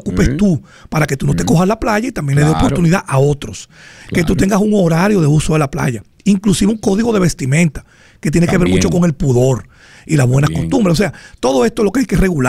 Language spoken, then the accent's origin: Spanish; Dominican Republic